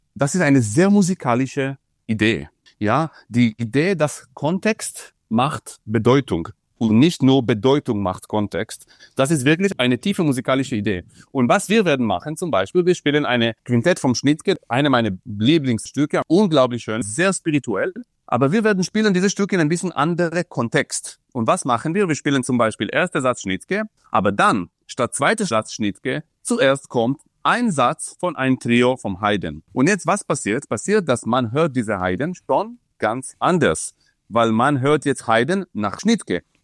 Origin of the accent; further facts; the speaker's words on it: Dresden, Saxony, Germany; German is a second language; Und das ist ein bisschen meine kleine Contribution, weil ich als Dresdner, sagen wir so.